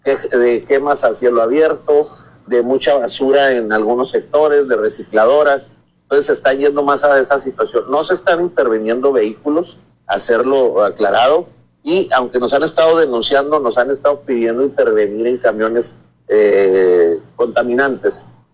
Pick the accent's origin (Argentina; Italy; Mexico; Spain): Mexico; Ciudad Juárez, Chihuahua; aquí los que somos de Juárez desde hace muchos años